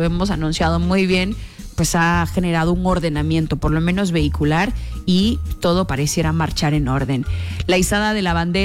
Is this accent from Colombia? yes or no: no; Guatemala; como guatemaltecos deberíamos de realizarlo